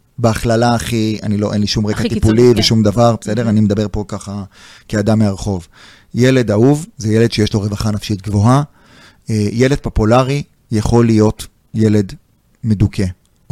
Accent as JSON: {"language": "Hebrew", "town": "Jerusalem", "region": "Jerusalem District", "country": "Israel", "tie": "born or raised there", "said": "הייתי בכיתה נוראית, בבית ספר נוראי, בשכונה נוראית, במקום כן. שנקרא רגיל. בסדר? הייתי בירושלים, הכל."}